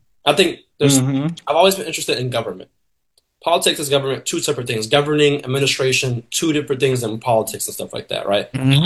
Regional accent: Tampa, Florida, United States; I'm from Tampa Bay. I'm used to being on the bay. The waterfront.

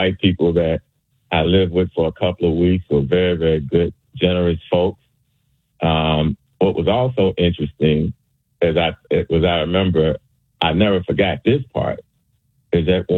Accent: Chicago, Illinois, United States; born there; I was born in Chicago

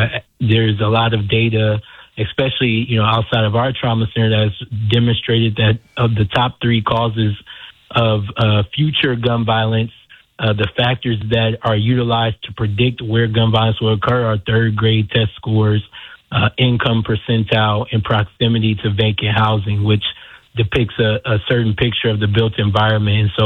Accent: South Bend, Indiana, United States; moved away as an adult; now in Chicago, United States; I'm from South Bend, Indiana, originally

